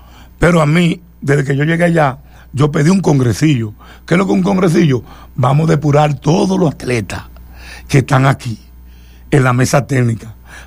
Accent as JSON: {"language": "Spanish", "country": "Dominican Republic"}